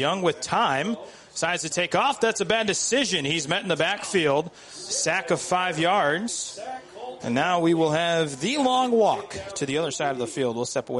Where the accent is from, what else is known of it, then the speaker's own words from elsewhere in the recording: Illinois, United States; now in Central Illinois, United States; Growing up in Northern Illinois, I thought the cutoff to Southern Illinois was Peoria. Then I moved down here and realized nobody thinks like that.